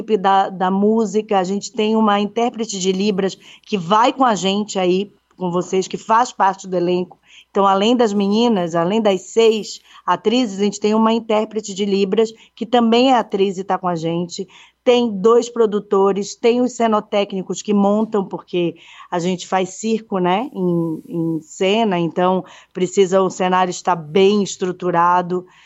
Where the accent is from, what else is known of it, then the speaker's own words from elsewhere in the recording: Belém, Pará, Brazil; moved away as an adult; also born or lived in Belo Horizonte; now in São Paulo, Brazil; eu sou de Belém do Pará, eu me formei em engenharia civil em Belém e eu fui fazer mestrado na UFMG aí.